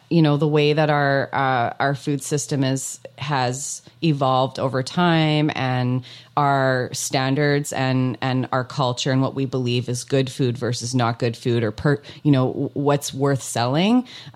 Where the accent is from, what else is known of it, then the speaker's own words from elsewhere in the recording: Alberta, Canada; now in Okanagan, Canada; when I grew up in Alberta